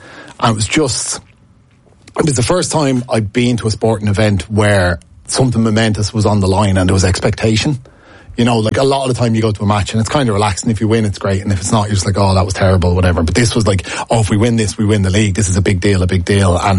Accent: County Dublin, Ireland; And I'm from Rathgull, so they're my local professional club.

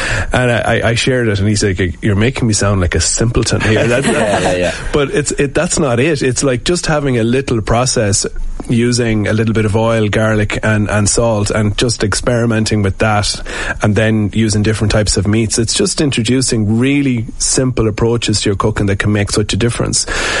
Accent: Sligo, Connacht, Ireland; moved away as an adult; now in Dublin, Ireland; So I'm from Sligo, but I'm in Dublin now for nearly 20 years

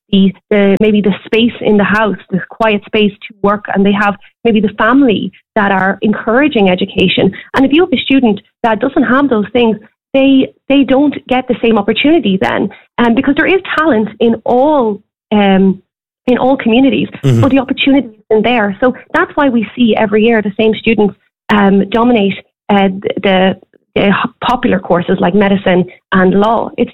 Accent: Midlands, Ireland; I'm from the Midlands

